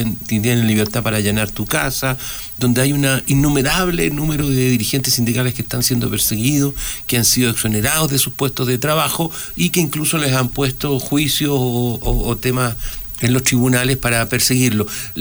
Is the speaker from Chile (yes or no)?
yes; Chile; A mí, como chileno